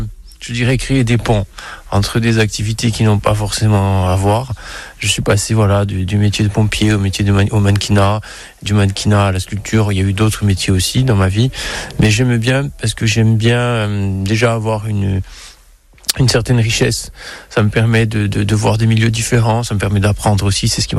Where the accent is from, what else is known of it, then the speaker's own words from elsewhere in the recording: Petreto-Bicchisano, Corsica, France; moved away as an adult; now in Vignale, France; ça a été mon village d'adoption, puisque je suis originaire de Petrito Bequizano. Et donc, j'ai rencontré mon épouse à Bastia, et je me suis installé dans sa région